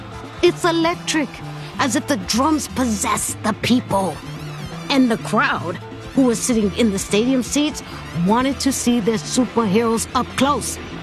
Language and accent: English; New York City, New York, United States; I was just a girl in Brooklyn, listening to salsa music. As a New Yorker, I sometimes questioned if I was Puerto Rican enough for the motherland.